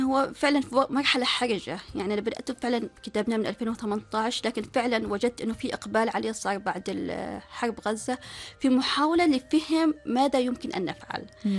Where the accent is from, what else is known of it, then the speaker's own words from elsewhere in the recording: Oman; نحن كعمانيين